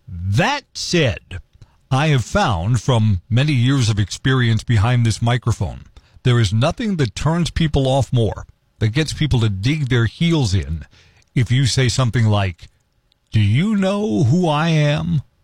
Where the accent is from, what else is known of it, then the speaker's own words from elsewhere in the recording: Wausau, Wisconsin, United States; and I'm from Wausau.